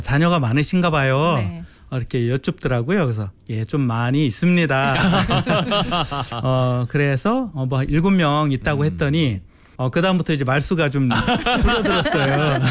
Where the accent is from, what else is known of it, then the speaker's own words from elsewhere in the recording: Dangjin, South Chungcheong, South Korea; now in Jeju, South Korea; 저희도 이제 고향이 제주가 아니고 충청남도 당진이기 때문에 이제 명절이나 이런 큰 행사가 있으면 자주는 못 가고 이제 이동을 하게 되는데요.